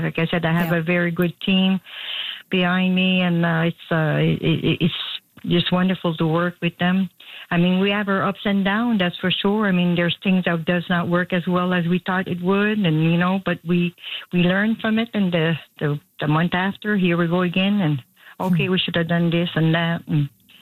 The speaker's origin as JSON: {"language": "English", "region": "New Brunswick", "country": "Canada", "tie": "born or raised there", "said": "And so when I came back to my hometown, I said, why don't we have that here?"}